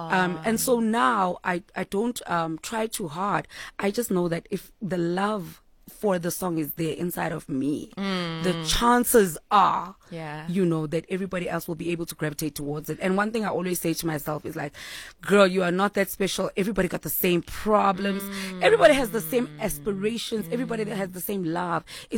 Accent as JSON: {"language": "English", "town": "Mthatha", "region": "Eastern Cape", "country": "South Africa", "first_language": "Xhosa", "second_language": "English", "said": "always bring it home by using isXhosa. You know, my language is my pride. Mm. You know what I mean? Like, you better know. I'm from Mthatha"}